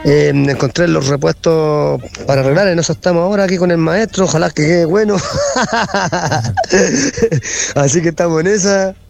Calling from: Viña del Mar, Valparaíso, Chile; de Chorrillos y parte alta de Viña del Mar, aquí en la casita

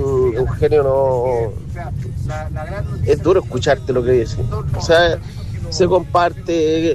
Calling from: Chile; te hablo como un chileno normal, común y corriente.

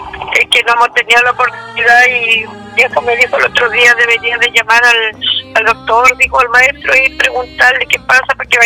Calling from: Llanquihue, Los Lagos, Chile

